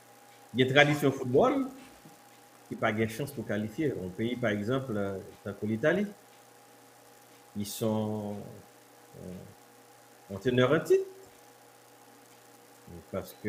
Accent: Haiti; Mais c'est pas trop coin dans la tête maintenant en tant qu'Haïtien

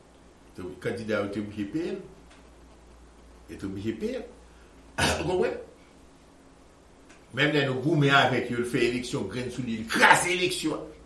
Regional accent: Haiti; Je suis haïtien, je suis tout haïtien.

